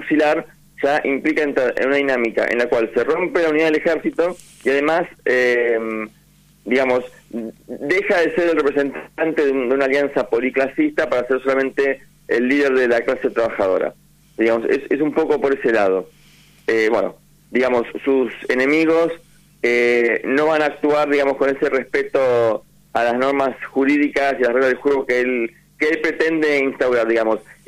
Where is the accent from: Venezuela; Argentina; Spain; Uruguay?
Argentina; Vicente López, Buenos Aires Province; Sí, yo estoy en Olivos ahora.